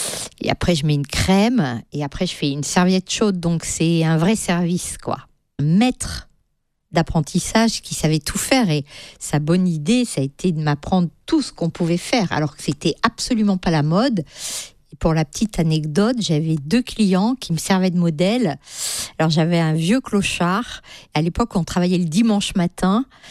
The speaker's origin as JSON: {"language": "French", "region": "Centre-Val de Loire", "country": "France", "tie": "born there", "said": "Ah ben moi, je suis née en Sologne."}